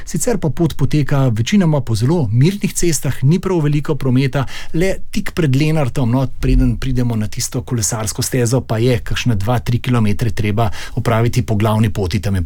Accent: Kamnik, Central Slovenia, Slovenia; ker prihajam iz Kamnika, sem seveda tudi ljubitelj gradov, sej mali grad Kamničani nosimo v sebi.

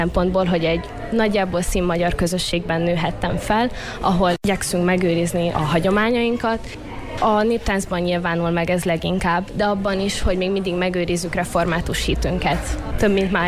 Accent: Kispereg, Arad County, Romania; A kép az Kisperegen készült az én szülőfalumban

